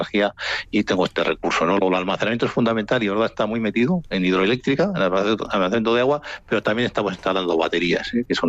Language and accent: Spanish; Bilbao, Basque Country, Spain; como soy de Bilbao